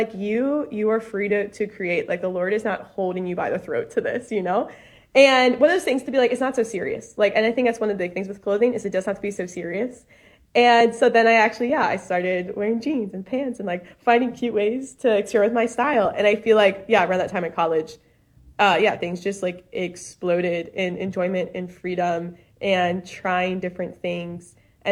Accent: New Orleans, Louisiana, United States; I'm originally from New Orleans, and so born and raised in the South, a great time. Grew up cradle Catholic

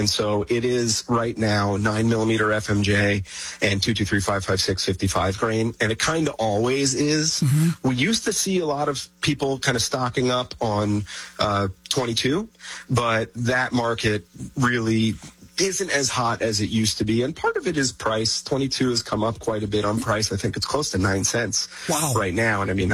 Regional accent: Pennsylvania, United States; I grew up in Pennsylvania, right outside of Philadelphia, and I grew up in a very suburban area

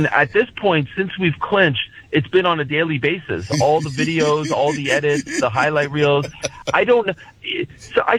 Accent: Montreal, Quebec, Canada; I'm from Montreal, they leave town.

